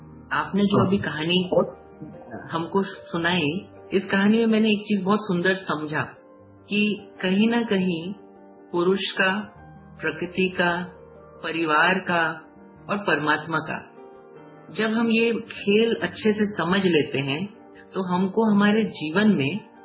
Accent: Chhattisgarh, India; born there; क्योंकि मैं छत्तीसगढ़ में पैदा हुआ हूँ, अमरकंटक बिलासपुर के बिल्कुल नजदीक है

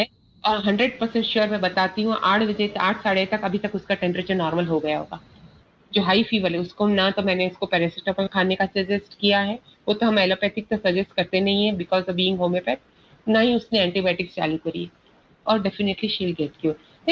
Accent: Raipur, Chhattisgarh, India; मैं छत्तीसगढ़ रायपुर से हूँ, तो वहाँ पे PMT एग्ज़ाम होती है मेडिसिन के लिए।

